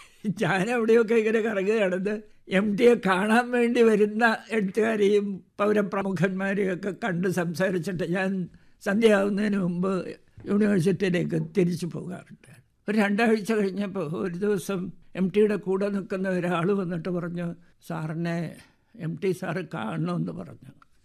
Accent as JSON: {"language": "Malayalam", "town": "Thiruvananthapuram", "region": "Kerala", "country": "India", "tie": "born or raised there", "moved": "as an adult", "lives_now": "Kozhikode, India", "said": "തിരുവനന്തപുരത്ത് ജനിച്ചു വളർന്ന് അവിടെ തന്നെ മരിക്കണമെന്ന് ആഗ്രഹിച്ച ഞാൻ കോഴിക്കോട്ട് വന്ന് കല്യാണം കഴിക്കാൻ"}